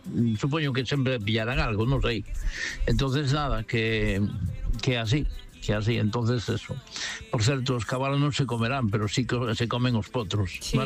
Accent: Vigo, Galicia, Spain; Son Olímpico de Vigo.

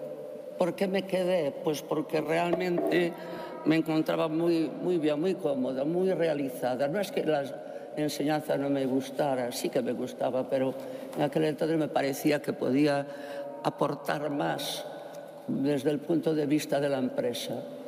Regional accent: Coirós, Galicia, Spain; soy de una chica de aldea. Nací en Coirós, que está cerquita de Betanzos.

